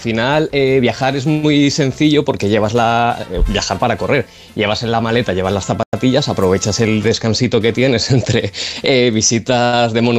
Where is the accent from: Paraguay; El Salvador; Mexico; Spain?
Spain; Valencia, Valencian Community; bueno, nosotros somos de Valencia, pero también organizamos maratón